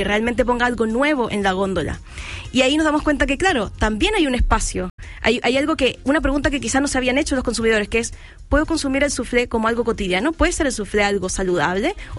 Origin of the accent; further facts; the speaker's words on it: Chile; siendo los chilenos buenos para viajar, en el sentido de que tenemos un país tan largo